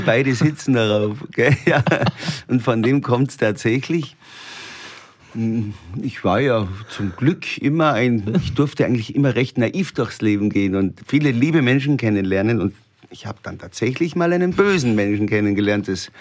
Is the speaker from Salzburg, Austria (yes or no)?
yes; Mauterndorf, Salzburg, Austria; Und wir alle sind aufgewachsen am Berghof Jackelbauer, am Bauernhof am Pfanningberg in Mauterndorf.